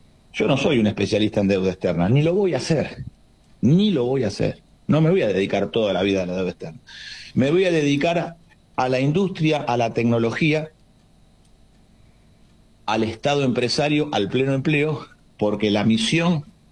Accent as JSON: {"language": "Spanish", "country": "Argentina", "said": "lo que tengo que hacer como buen argentino"}